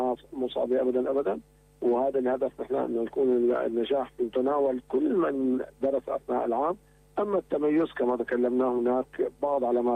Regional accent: Syria; بلدنا سوريا

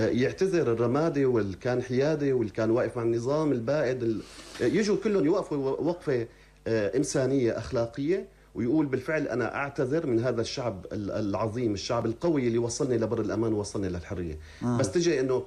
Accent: Syria; أنا كمواطن سوري

